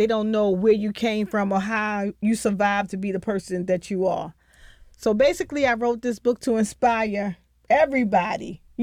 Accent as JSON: {"language": "English", "town": "Baltimore", "region": "Maryland", "country": "United States", "tie": "born or raised there", "said": "I am the author of this journey, and it's all about growing up in Baltimore."}